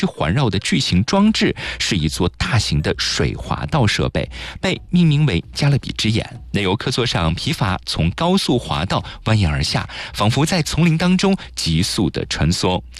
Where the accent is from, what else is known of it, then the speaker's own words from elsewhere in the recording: Yangzhou, Jiangsu, China; now in Nanjing, China; 我们去到很近的城市扬州啊，也是我的家乡。